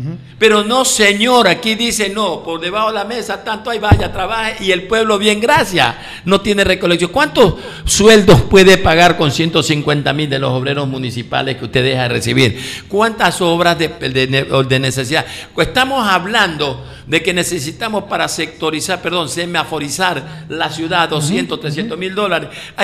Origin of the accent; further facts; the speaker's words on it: Manta, Manabí, Ecuador; Yo nací en Manta, en el barrio Cristo Rey, pues. En la parroquia Tarque, ahí me crié.